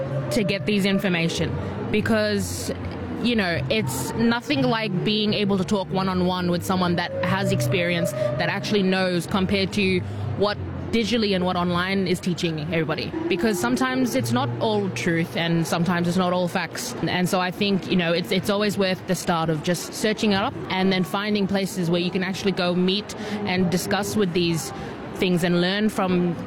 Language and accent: English; Broome, Western Australia, Australia; now in Melbourne, Australia; I'm a proud Bunuba, Gidja, Karajadi and Mirrawong woman from the Kimberley region in Broome. And I am living in Naam for the past 9 years now. Moved away from country, from home, and moved with my mum